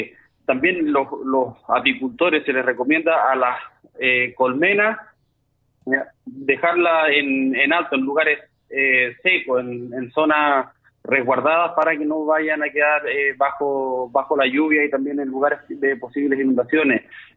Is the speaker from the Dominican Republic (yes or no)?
no; Chile